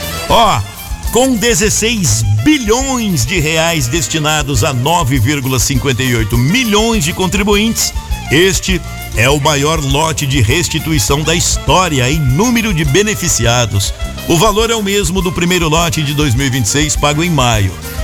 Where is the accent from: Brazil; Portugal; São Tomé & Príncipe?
Brazil; Como um bom brasileiro que sou